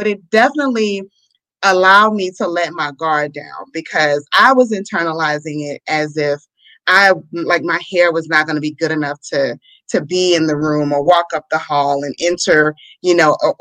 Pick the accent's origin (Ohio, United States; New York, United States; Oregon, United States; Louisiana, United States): Louisiana, United States; New Orleans; now in Houston, United States; growing up in New Orleans, it was never really a major factor because there's so many different cultures that are represented.